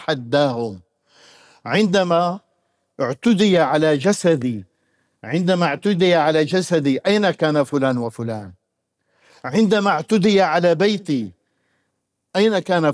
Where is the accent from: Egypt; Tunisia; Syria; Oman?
Syria; ما نحلم به أظن كسوريين جميعا